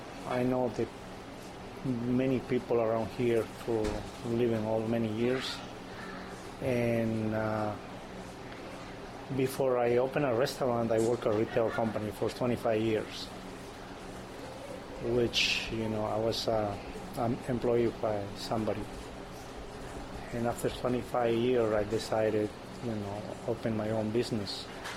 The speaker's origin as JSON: {"language": "English", "country": "Peru", "moved": "as an adult", "lives_now": "Albany, United States", "said": "Well, I came from Peru about 35, 37 years ago, if I'm not mistaken, back in 1990. Well, I came here, and at that time I was like 19, 20 years old."}